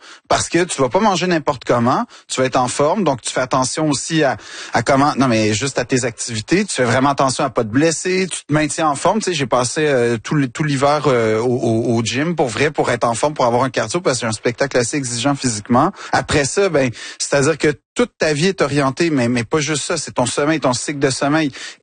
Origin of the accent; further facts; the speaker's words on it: Quebec, Canada; Quand je dis que je suis Québécois jusqu'au bout des doigts